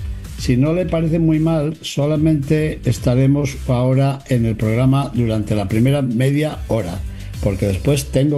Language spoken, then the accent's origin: Spanish; León, Castile and León, Spain; sacerdote de la diócesis de León en España, y hoy les estoy hablando precisamente desde mi ciudad natal, de León, donde nací y donde fui ordenado sacerdote.